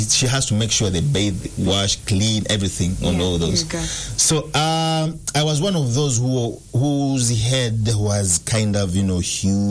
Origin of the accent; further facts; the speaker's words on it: Kampala, Central Region, Uganda; where I grew up on Makindye, there used to be a guava tree.